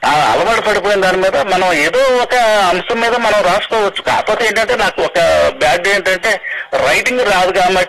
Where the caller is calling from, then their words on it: Machilipatnam, Andhra Pradesh, India; నేను మచిలీపట్నం నుంచి మాట్లాడుతున్నాను.